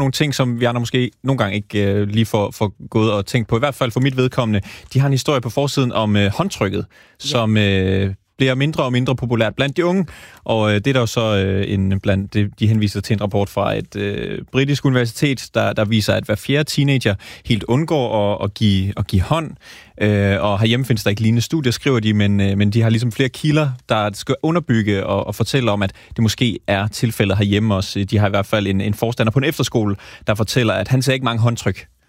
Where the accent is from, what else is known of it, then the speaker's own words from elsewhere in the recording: Jutland, Denmark; Som jyde kan jeg sige, vi krammer også en gang imellem. I Jylland.